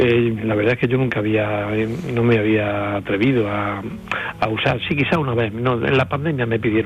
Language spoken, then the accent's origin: Spanish; Baena, Andalusia, Spain; viene a Baena a recoger su tercer premio de poesía joven internacional que lleva mi nombre en mi pueblo